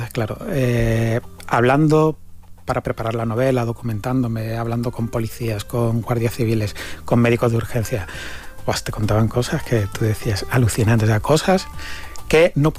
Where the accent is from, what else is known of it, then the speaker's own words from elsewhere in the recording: Cádiz, Andalusia, Spain; now in Costa del Sol, Spain; yo no soy de Málaga, yo soy de Cádiz, llevo 15 años viviendo allí en la Costa del Sol